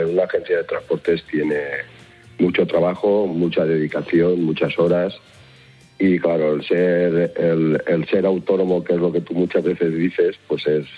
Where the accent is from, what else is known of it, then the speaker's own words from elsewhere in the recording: Valencia, Valencian Community, Spain; Ella, al ser catalana, yo soy de aquí de Valencia